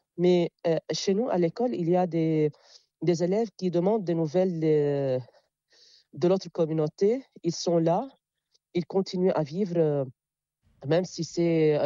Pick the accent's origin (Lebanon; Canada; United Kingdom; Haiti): Lebanon; Jounieh, Keserwan-Jbeil; Et puisque je suis de Jounieh, vous voyez, l'élève ou bien l'enfant dépend de son environnement. À Jounieh, il y a la plage, il y a la mer. Donc, je pense que les vagues, quand je méditais, les vagues dès mon enfance